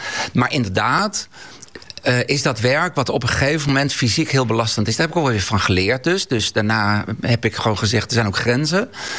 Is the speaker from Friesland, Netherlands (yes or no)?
yes; Sneek, Friesland, Netherlands; also born or lived in Workum; now in Leeuwarden, Netherlands; Ik kom natuurlijk oorspronkelijk uit Sneek. Geboren in Workum, opgegroeid in Sneek.